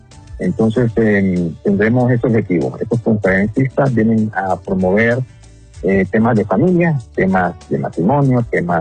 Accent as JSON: {"language": "Spanish", "country": "Honduras"}